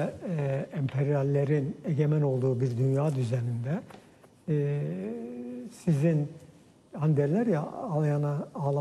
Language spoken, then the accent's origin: Turkish; Develi, Kayseri, Turkey; born there; now in Istanbul, Turkey; ben develden çıkıp İstanbul'a gelmeyi hiç istemezdim. Yani orada doğdum, orada büyümek, orada ölmek isterdim.